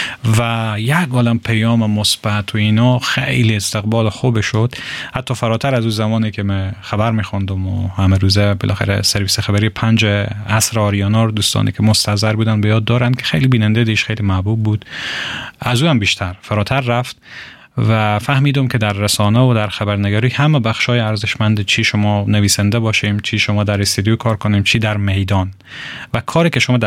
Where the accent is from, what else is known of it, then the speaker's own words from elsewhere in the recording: Herat, Afghanistan; و متولد هراتم.